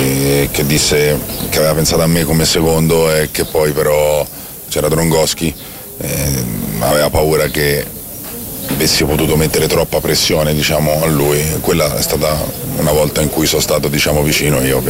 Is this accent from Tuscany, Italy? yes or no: yes; Florence, Tuscany, Italy; io sono fiorentino, sono di Firenze e sono tifoso della Fiorentina.